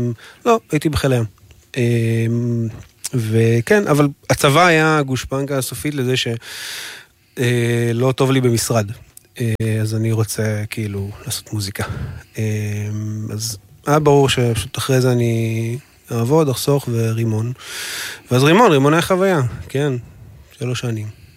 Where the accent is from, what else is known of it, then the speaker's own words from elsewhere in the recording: Nahariya, Northern District, Israel; סתם, אבל אני מנהריה, במקור.